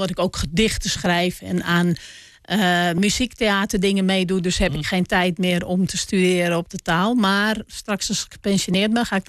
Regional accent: Amsterdam, North Holland, Netherlands; ik ben opgegroeid in Amsterdam Oud-West. Met veel Marokkaanse, Turkse, Surinaamse vriendjes en vriendinnetjes.

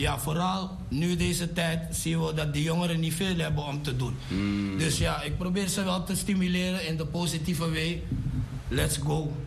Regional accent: Amsterdam, North Holland, Netherlands; we komen van Amsterdam, dus dan ken je het wel.

